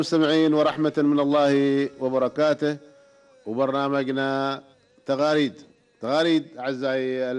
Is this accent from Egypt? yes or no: no; Oman; في بلادنا عمان